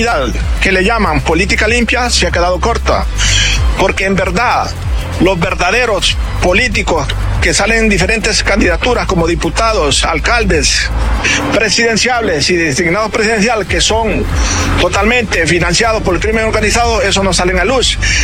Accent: Honduras; lo hacemos como hondureño

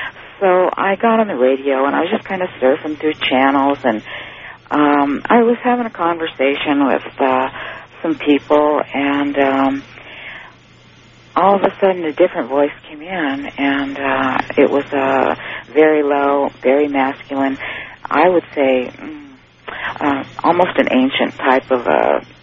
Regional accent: West Coast, United States; moved away; I didn't grow up in this area. I have ties back there, but I grew up on the West Coast.

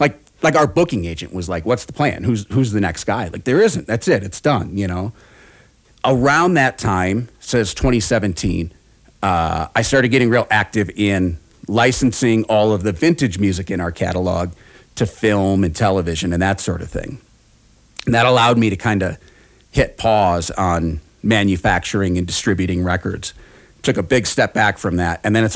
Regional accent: Minneapolis, Minnesota, United States; It's a collection of like 60s and 70s soul music from my hometown.

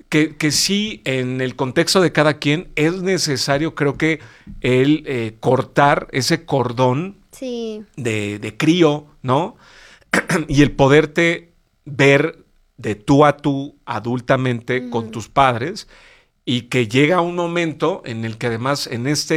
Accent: Mexico; creo que nuestro, de los mexicanos, es esta parte familiar

